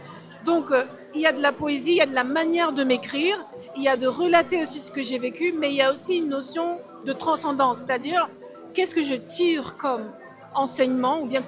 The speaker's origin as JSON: {"language": "French", "country": "Cameroon", "moved": "as an adult", "lives_now": "France", "said": "Alors, je suis camerounaise. Je suis en France depuis une vingtaine d'années maintenant."}